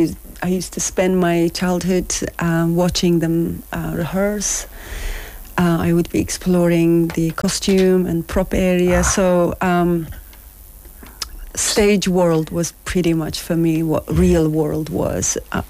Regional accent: Uzbekistan; In Uzbekistan.

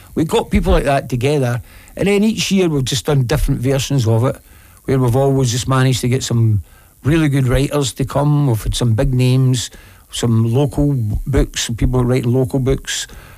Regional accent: Glasgow, Scotland, United Kingdom

